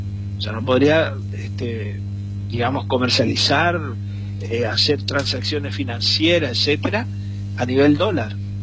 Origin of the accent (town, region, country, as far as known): Argentina